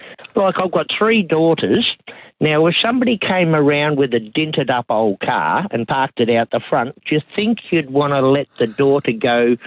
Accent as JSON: {"language": "English", "town": "Geelong", "region": "Victoria", "country": "Australia", "said": "Now, we're from Geelong, so we went up to Melbourne."}